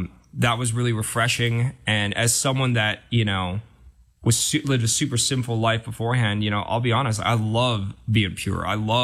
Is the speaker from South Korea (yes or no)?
yes; South Korea; I'm adopted from Korea and I didn't tell a lot of people about it